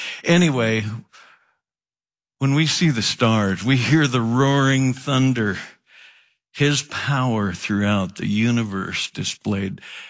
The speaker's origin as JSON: {"language": "English", "region": "Oregon", "country": "United States", "tie": "born or raised there", "said": "I grew up in Oregon and, I'm getting old."}